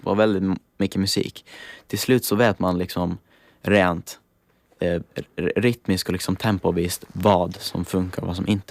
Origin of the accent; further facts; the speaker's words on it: Italy; åtminstone på italienska där jag kommer ifrån